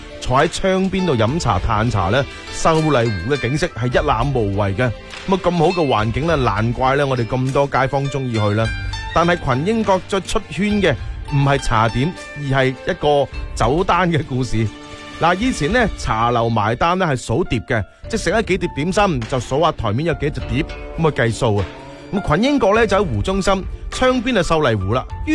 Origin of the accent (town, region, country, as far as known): Foshan, Guangdong, China